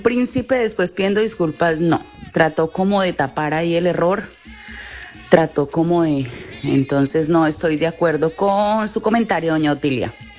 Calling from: Colombia; como colombiana que soy

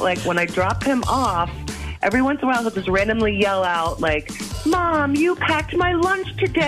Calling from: Watertown, Wisconsin, United States; I'm from Watertown.

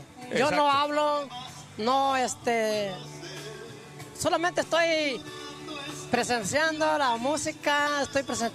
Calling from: Michoacán, Mexico; Yo soy de Michoacán

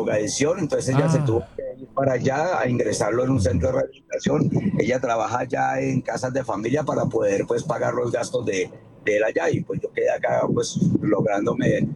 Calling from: Puerto Tejada, Cauca, Colombia; yo trabajo aquí en Cali, pero no vivo en Cali. Vivo en un barrio que se llama Ciudad del Sur, cerca de Puerto Tejada, porque pues allá el arrendamiento es más cómodo de lo que yo podría pagar aquí en Cali.

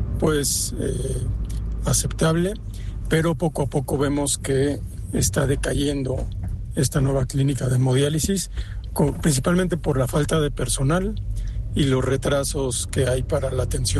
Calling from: Aguascalientes, Mexico; aquí en Aguascalientes

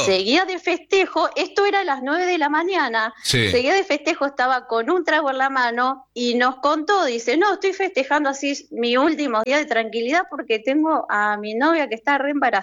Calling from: Buenos Aires, Argentina; yo estoy viviendo en Palermo.

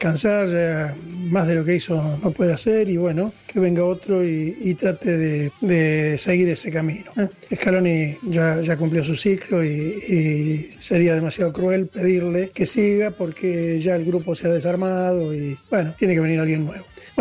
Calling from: Ezeiza, Buenos Aires Province, Argentina; de Seiza.

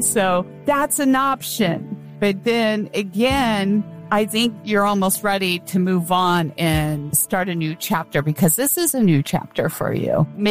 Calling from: New Hampshire, United States; New Hampshire.

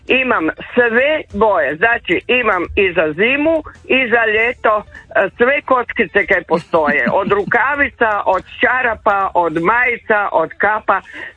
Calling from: Croatia

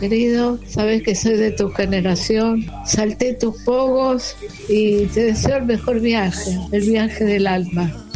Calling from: Argentina; mi país, Argentina.

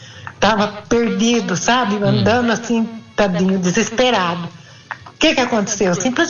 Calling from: Brazil; eu sou aqui do Jardim Tamoio, né?

